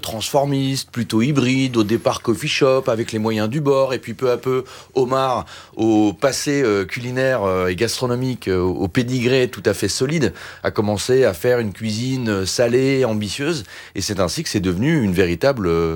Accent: Japan; Car je cherchais à retrouver un cookie de mon enfance au Japon.

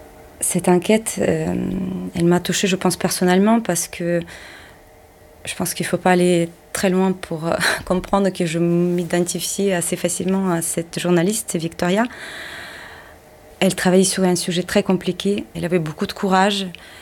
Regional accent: Ukraine; moved away as an adult; now in France; l'armée de Poutine a envahi mon pays natal, l'Ukraine.

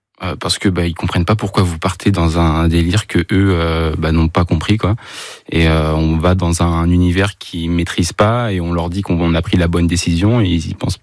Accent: Pays de la Loire, France; j'ai 28 ans, je suis originaire de la Mayenne.

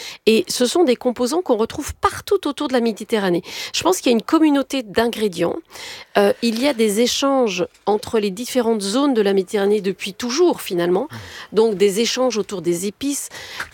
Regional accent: Tunisia; born there; Mais je suis née en Tunisie.

